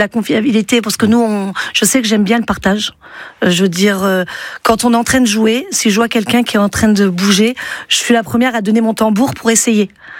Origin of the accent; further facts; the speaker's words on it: Vierzon, Centre-Val de Loire, France; born there; Parce que je suis née à Vierzon, mais j'ai mes origines au Portugal. Et j'aime ma tradition portugaise et la tradition française.